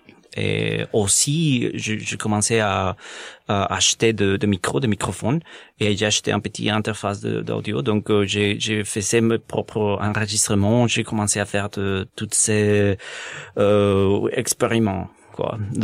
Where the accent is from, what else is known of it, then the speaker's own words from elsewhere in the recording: Mexico City, Mexico; moved away as an adult; also born or lived in British Columbia; now in Montreal, Canada; Je suis originaire du Mexique, de Mexico. J'habitais là pendant 30 ans.